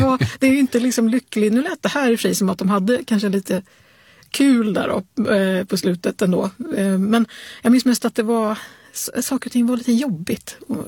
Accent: Örebro, Örebro County, Sweden; Och då till slut blev det så att jag växte upp i Örebro, så att det var ju liksom 20 mil till Stockholm, men ganska långt då kändes det.

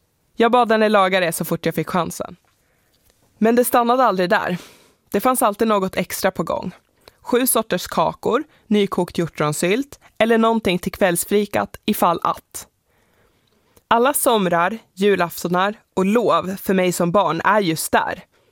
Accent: Lapland, Sweden; born there; Jag är född i södra Lappland.

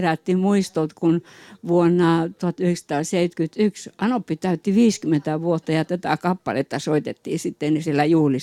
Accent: Västerås, Västmanland, Sweden; minä tulen Westerosista ja Pentti tulee Köpingistä.

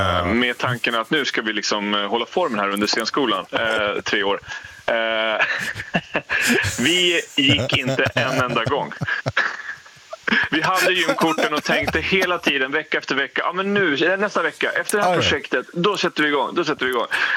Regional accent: Norrland, Sweden; now in Gothenburg, Sweden; jag har åkt skidor och jag kommer upp från Norrland, så att jag är född på skidor

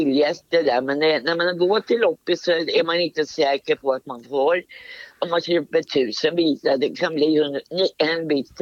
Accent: Stockholm, Stockholm County, Sweden; now in Norrköping, Sweden; Nej, jag är från Stockholm.

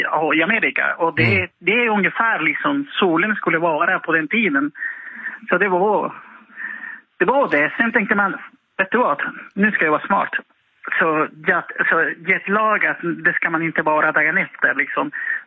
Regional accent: Vilhelmina, Västerbotten County, Sweden; bästa stället för mitt barn att föda, det är ju hemma i Vilhelmina, så vi flyttade hit.

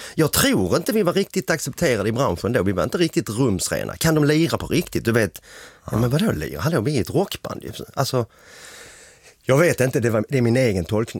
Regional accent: Helsingborg, Skåne, Sweden; Vi kom ju inte från Stockholm, vi kom från Helsingborg.

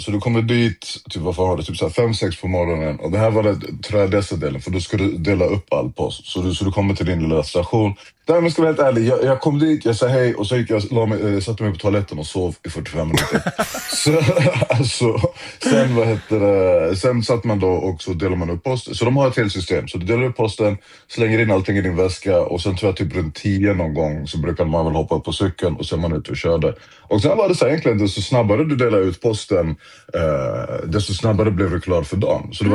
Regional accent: Stockholm, Stockholm County, Sweden; born or raised there

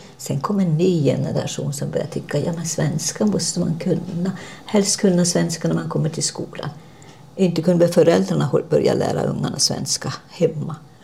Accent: Jokkmokk, Norrbotten County, Sweden; born there; also born or lived in Karesuando

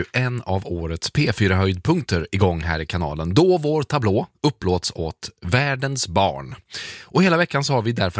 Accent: Munkfors, Värmland, Sweden; Det fanns ju inga i Munkfors där jag växte upp. Det var en stor höjdpunkt, man åkte in till Karlstad.

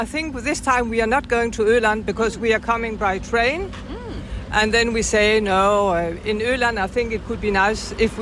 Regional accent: Denmark; Yes, I'm from Denmark, yes.

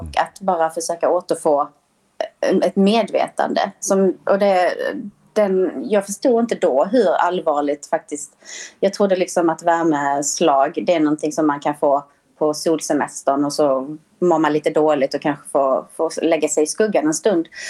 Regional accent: Sweden; som svensk så är man ju sällan utsatt för en sån typ av värme och känner därför inte till sina begränsningar heller.

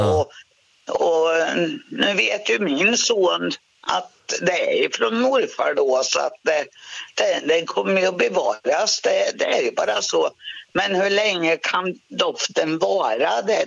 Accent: Omberg, Östergötland, Sweden; moved away; Jag är ifrån Tåkern, okay. Omberg.

